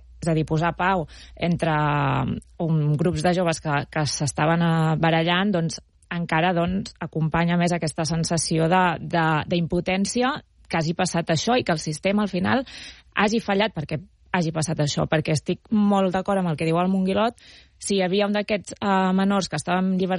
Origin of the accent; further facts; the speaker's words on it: Berga, Catalonia, Spain; jo sóc de Berga, Manresa queda a prop